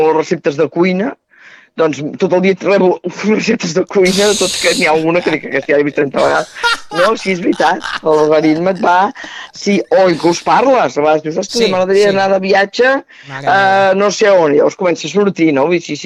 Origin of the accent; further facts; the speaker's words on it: Terrassa, Catalonia, Spain; Jo sóc de Terrassa